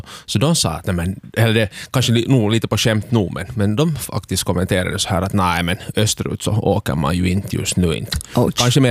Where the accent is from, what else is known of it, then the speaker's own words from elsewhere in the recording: Lapinjärvi, Uusimaa, Finland; Jag är ju hemma från Lappträsk så jag är inte riktigt båtmänniska.